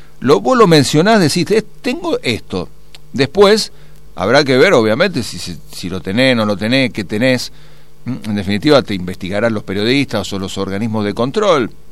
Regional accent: Mendoza, Argentina; Yo soy mendocino, che.

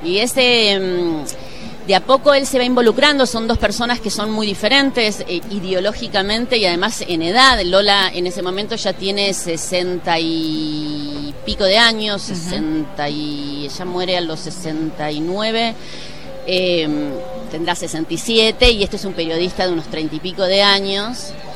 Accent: Buenos Aires, Argentina; also born or lived in Tucumán; nací en Tucumán, pero al toque me fui a vivir a Buenos Aires. Y pero a mí me encanta decir que soy tucumana y es verdad que soy.

